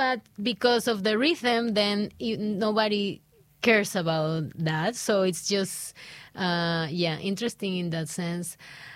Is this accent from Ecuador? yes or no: yes; Ecuador; English is a second language; now in Budapest, Hungary; Also, Budapest is kind of a silent, in comparison with my hometown, silent city. So it's not that you listen to music everywhere. In Ecuador, sometimes you can find a speaker in the toilet.